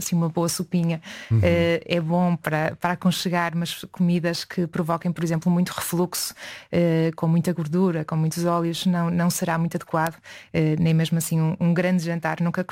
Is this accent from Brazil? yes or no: no; Esposende, Norte, Portugal; moved away as an adult; now in Porto, Portugal; Eu sugeria irmos jantar a Esposenda, a minha terra natal.